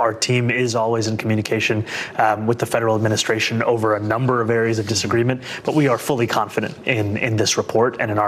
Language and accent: English; New York City, New York, United States; we are both from New York City, and we share a love of this city